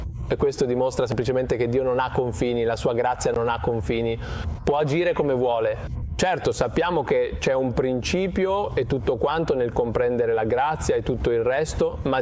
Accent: India; In realtà è qualcosa che riguarda me come indiano.

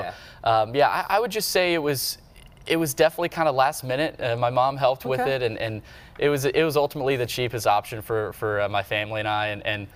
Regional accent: Nashville, Tennessee, United States; moved away as an adult; now in Ave Maria, United States; I'm originally from Nashville, and you know, you're probably surprised to see me down here.

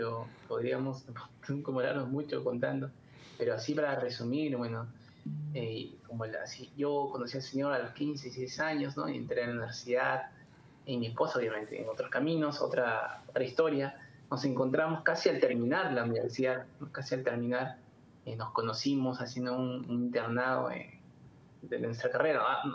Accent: Trujillo, La Libertad, Peru; moved away as an adult; now in Lima, Peru; Nosotros somos de Trujillo, una ciudad del norte del Perú. Por trabajo tuvimos que viajar acá, bueno, a Lima, Perú.

